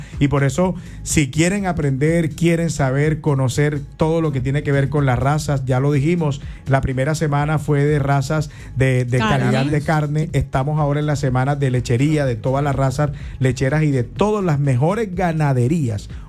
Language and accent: Spanish; Córdoba, Colombia; los que somos cordobeses